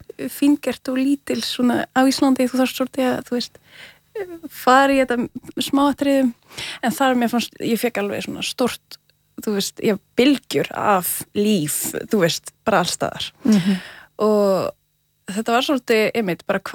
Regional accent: southern France, France; Icelandic is a second language; now in Iceland; ég er frá Frakklandi, það er ekki mjög langt frá Belgju, en ég er frá Suður Frakklands, það er allt öðruvísi landslag.

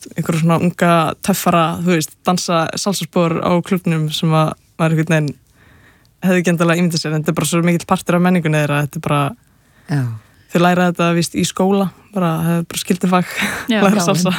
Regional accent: Capital Region, Iceland; Nei, ég er ættu að vestan ég úlst upp bara hérna bara á höfburgarsveðinu sko.

